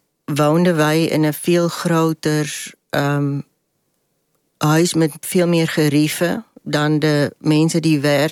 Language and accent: Dutch; Western Cape, South Africa; moved away; Ik kom uit een plek genaamd Koue Bokkeveld.